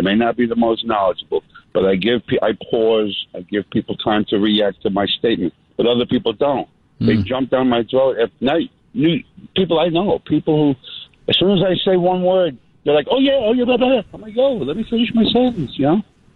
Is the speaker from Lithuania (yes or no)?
yes; Lithuania; They love when I tell them I'm from Lithuania.